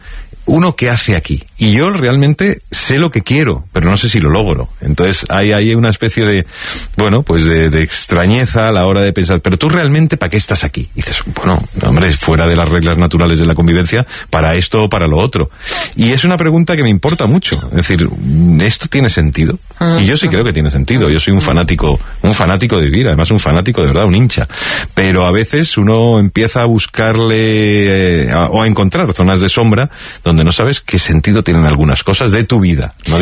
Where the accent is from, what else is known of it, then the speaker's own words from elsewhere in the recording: Spain; mi vida como ciudadano español, con todos los derechos y obligaciones